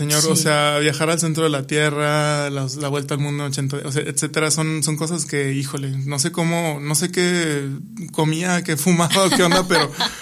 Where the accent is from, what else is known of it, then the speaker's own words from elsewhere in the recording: Mexico; Sor Juana fue ahora sí que una pionera en mi país, que es México.